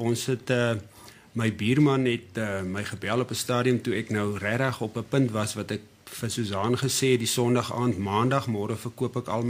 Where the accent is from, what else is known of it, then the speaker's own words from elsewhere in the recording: Beaufort West, Western Cape, South Africa; moved away as an adult; now in Merweville, South Africa; ek kom van Beaufort West af, ek het daar op een plaas groot geword